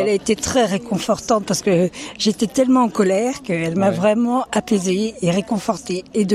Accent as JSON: {"language": "French", "town": "Réville", "region": "Normandy", "country": "France", "said": "Alors, nous, on vient de Réville, à côté de Saint-Valahougue, dans le Nord Cotentin."}